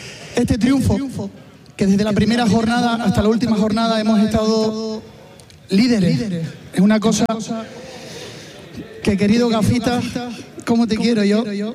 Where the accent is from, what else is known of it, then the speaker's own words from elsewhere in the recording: Canary Islands, Spain; Y ahora aquí hay gente al frente que somos canarios, somos tinerfeños y creemos en ellos.